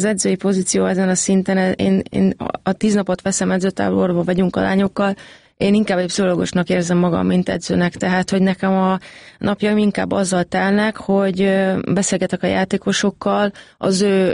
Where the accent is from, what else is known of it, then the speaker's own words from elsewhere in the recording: Hungary; moved away; Amikor ide hazajöttem, a saját hazámba, ahonnan származok